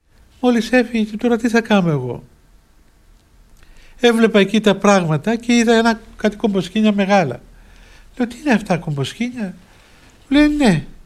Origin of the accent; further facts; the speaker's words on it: Cyprus; moved away as an adult; γιατί θεωρούμαι αλλοδαπός ως Κύπριος